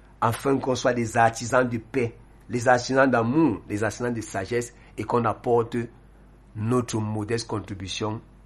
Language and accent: French; Kondongo, Cameroon; born or raised there